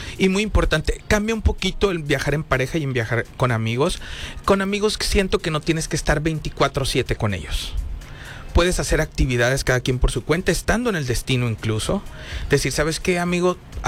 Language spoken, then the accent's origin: Spanish; Mexico; a nosotros como mexicanos